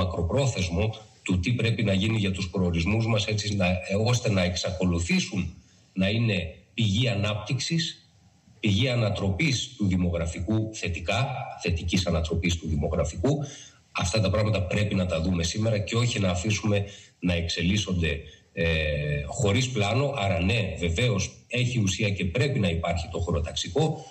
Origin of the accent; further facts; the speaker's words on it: North Aegean, Greece; όσο είπα και εγώ νησιώτης, είμαι από το Βόρειο Αιγαίο.